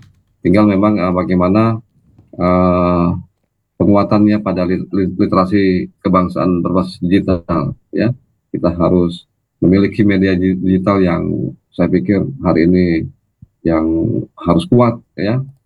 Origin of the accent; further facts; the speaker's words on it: South Sumatra, Indonesia; kita sebagai warga Sumatera Selatan